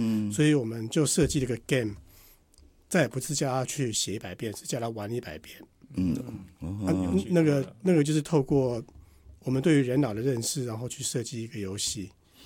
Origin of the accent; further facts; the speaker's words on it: Taiwan; 我们大家在台湾长大